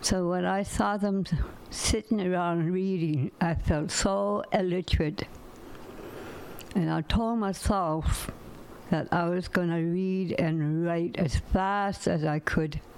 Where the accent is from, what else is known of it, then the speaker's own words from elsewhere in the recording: Fort Rupert, British Columbia, Canada; I was born and raised in Tsaki in Fort Rupert.